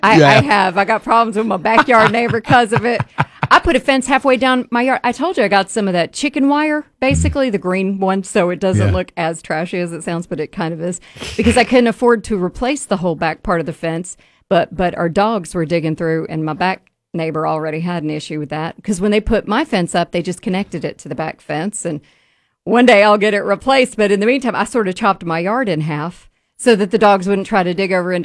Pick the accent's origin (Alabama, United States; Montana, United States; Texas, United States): Alabama, United States; the Shoals; now in Huntsville, United States; When I grew up in the Shoals